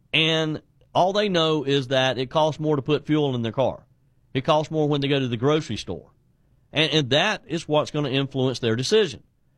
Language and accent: English; South Carolina, United States; my home state of South Carolina.